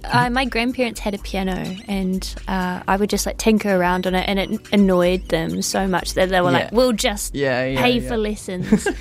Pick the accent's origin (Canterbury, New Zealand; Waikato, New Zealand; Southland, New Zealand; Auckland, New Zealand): Canterbury, New Zealand; Christchurch; born there; moved away; when I was like first learning guitar in Christchurch